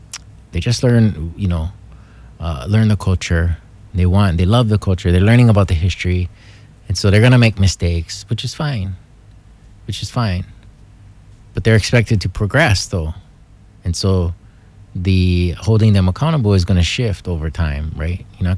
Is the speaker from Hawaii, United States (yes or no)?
yes; Hawaii, United States; as a Hawaiian